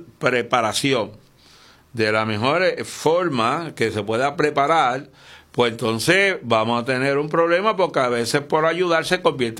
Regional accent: Aguada, Puerto Rico; yo soy de Aguada, acuérdate.

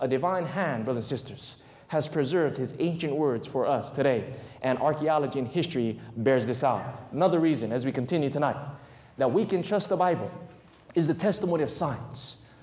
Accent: Waianae, Hawaii, United States; Growing up, I had no idea what was God or who was God. And as a result of not having a spiritual foundation, growing up in Waianae on t

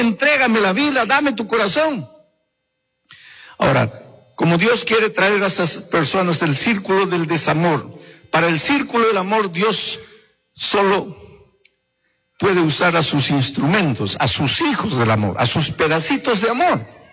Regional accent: Brazil; En el Brasil nosotros tenemos una frase que dice así.

